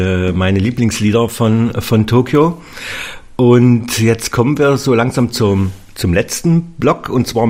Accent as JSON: {"language": "German", "town": "Dresden", "region": "Saxony", "country": "Germany", "said": "Und ich möchte als Dresdner gerne über meinen Tellerrand schauen, nämlich nach Pirna."}